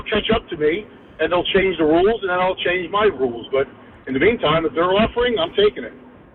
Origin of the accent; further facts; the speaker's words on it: Middlesex, New Jersey, United States; now in Arizona, United States; I am from Middlesex, New Jersey, originally.